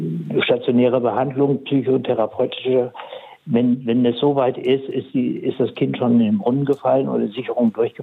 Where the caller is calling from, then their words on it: Tönning, Schleswig-Holstein, Germany; Ja, schönen guten Abend … aus Tönning in Schleswig-Holstein.